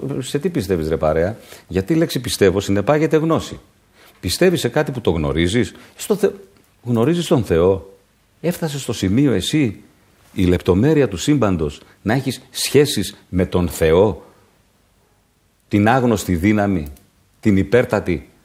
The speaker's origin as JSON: {"language": "Greek", "country": "Greece", "said": "Είμαι ένας Έλληνας"}